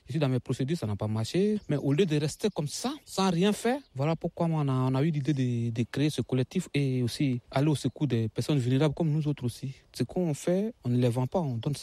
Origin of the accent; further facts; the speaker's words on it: Côte d’Ivoire; moved away as an adult; now in France; je viens de la Côte d'Ivoire.